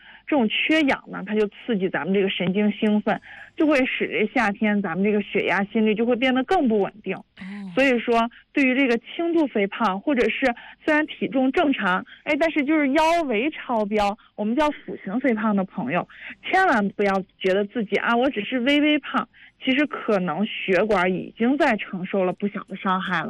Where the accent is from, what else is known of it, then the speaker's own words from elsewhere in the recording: Hebei, China; 对于咱们河北人来说